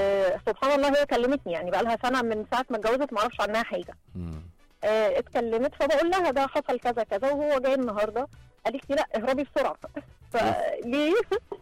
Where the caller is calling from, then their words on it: Cairo, Cairo Governorate, Egypt; انا من القاهرة وهو كان من الارياف. انا عمري ما رحت الارياف